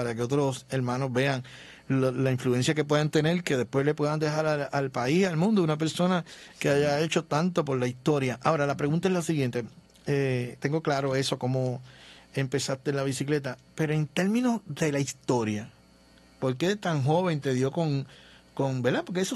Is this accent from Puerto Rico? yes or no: yes; Puerto Rico